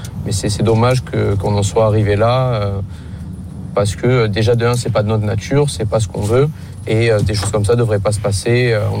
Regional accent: Marseille, Provence-Alpes-Côte d'Azur, France; Je viens de Marseille, écoutez les gars, j'ai foi en mon équipe

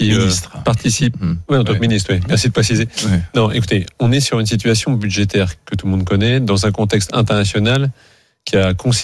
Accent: France; Moi, je suis un Français comme tout le monde, quoi.

